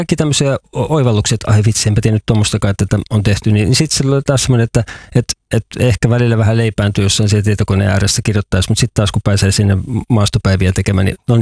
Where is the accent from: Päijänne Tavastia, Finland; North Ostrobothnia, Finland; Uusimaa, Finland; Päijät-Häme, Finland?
Uusimaa, Finland; Vantaa; now in Kainuu, Finland